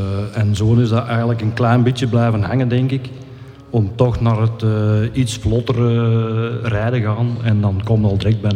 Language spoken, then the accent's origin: Dutch; Tongerlo, Antwerp, Belgium; Natuurlijk, we zijn zelf van Tongerlo, dus we kennen al veel plaatsen.